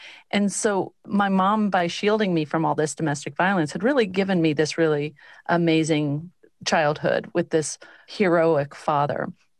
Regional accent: Texas, United States; growing up in Texas

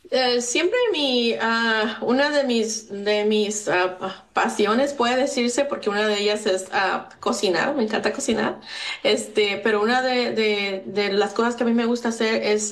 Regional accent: Oaxaca, Mexico; moved away as an adult; also born or lived in Mexico City; now in United States; Nací en la Ciudad de México, después cuando era pequeña me moví, mi madre se movió a la Ciudad de Oaxaca y ahí crecí con raíces. Pues me siento muy, muy oaxaqueña.

